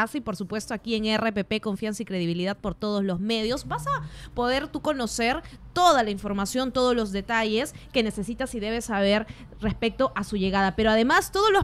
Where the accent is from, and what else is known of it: Peru